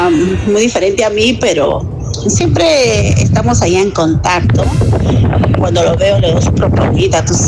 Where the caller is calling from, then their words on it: Lima, Peru; de Sarcado de Lima.